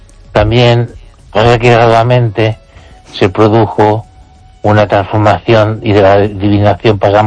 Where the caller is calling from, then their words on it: Ourense, Galicia, Spain; desde Orense.